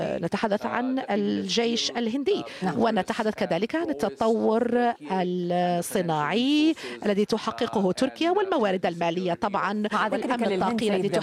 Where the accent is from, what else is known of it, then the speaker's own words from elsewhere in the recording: Pakistan; أعتقد أنا كباكستاني فإن هذه تعتبر مرحلة تتسم بالكثير من الفخر